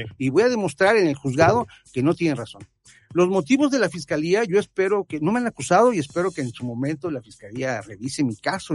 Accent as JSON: {"language": "Spanish", "town": "Xalapa", "region": "Veracruz", "country": "Mexico", "tie": "born there", "said": "yo tengo 35 años. Nací en Jalapa"}